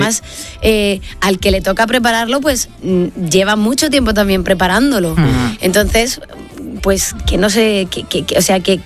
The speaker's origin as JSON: {"language": "Spanish", "region": "Castile and León", "country": "Spain", "tie": "born or raised there", "said": "Mi pueblo está en Meganzones."}